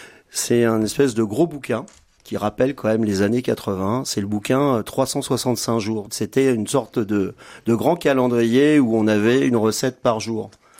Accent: Mer, Centre-Val de Loire, France; parce que je suis donc originaire de Mer

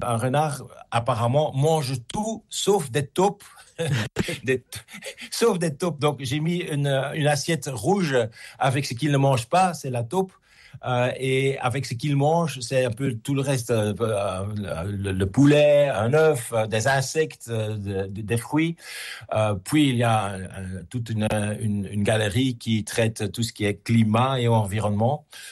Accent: Belgium; Je suis belge. Alors ici en Belgique, le surréalisme, c'est quelque chose qui est dans notre ADN.

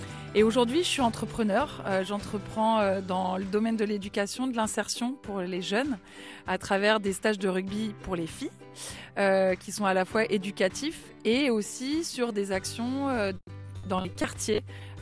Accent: Le Vieux-Marché, Brittany, France; moved away as an adult; now in Trégastel, France; je suis originaire du Trégor, une petite bourgade de 1000 habitants qui s'appelle Le Vieux Marché. J'ai grandi là-bas pendant... on va dire 20 ans de ma vie, parce qu'après, je suis partie explorer le monde avec l'équipe de France, mais aussi personnellement et professionnellement.

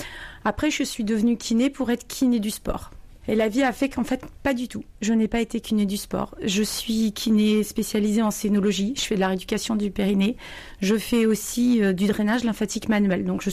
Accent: Nantes, Pays de la Loire, France; now in La Rochelle, France; Non, à la base, je suis nantaise.

